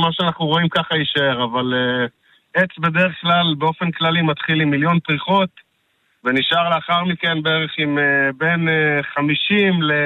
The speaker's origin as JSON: {"language": "Hebrew", "town": "Ma'agan", "region": "Northern District", "country": "Israel", "tie": "born or raised there", "moved": "as an adult", "lives_now": "Tel Katzir, Israel", "said": "אני בן 36, אני מקיבוץ מעגן."}